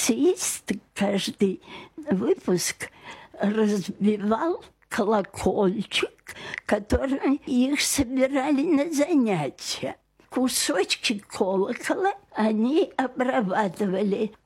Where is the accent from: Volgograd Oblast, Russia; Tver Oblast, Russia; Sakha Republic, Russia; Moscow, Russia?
Tver Oblast, Russia; Tver; born there; Родилась я в Твери.